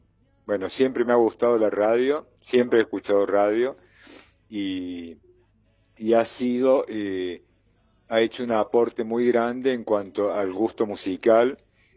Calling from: Santa Cecilia, Argentina; de Santa Cecilia.

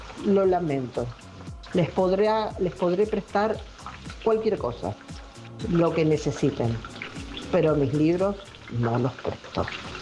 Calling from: Santa Fe, Argentina; de Santa Fe

